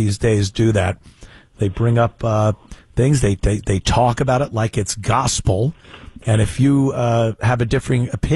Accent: United States

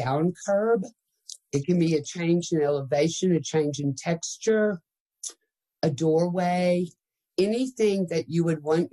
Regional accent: Texas, United States; Well, I'm a Texan. I have long legs.

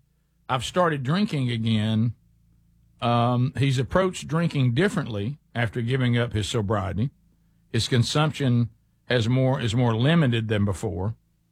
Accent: the South, United States; we're from the South and we talk the way we talk.

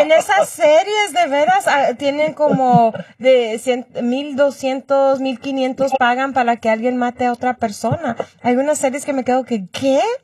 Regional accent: Los Angeles, California, United States; also born or lived in San Fernando Valley; yo también crecí en Hollywood y West Hollywood, después me fui al Valle.

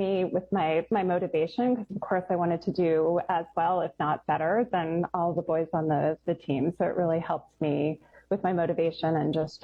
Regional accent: Bethlehem, Pennsylvania, United States; I'm from Bethlehem, Pennsylvania. I have two brothers, a twin brother and a younger brother.

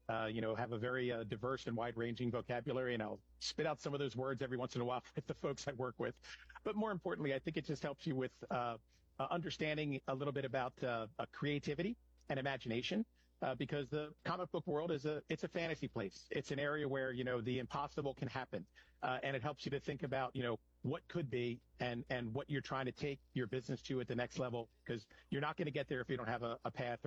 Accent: Wilmington, Delaware, United States; I grew up the youngest of two. I have one older brother, and Wilmington, Delaware is the home.

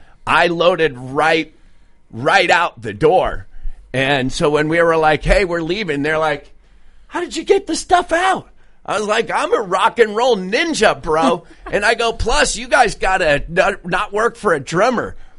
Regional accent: Traverse City, Michigan, United States; as soon as I mentioned I was from Traverse City, he goes, do you know Kenny Olsen?

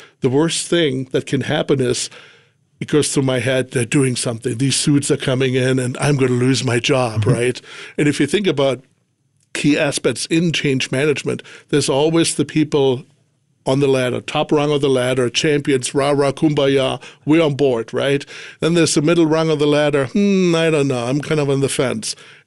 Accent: Germany; moved away as an adult; I didn't grow up over here. I grew up in Germany. Mm. Lived there for 20 years.

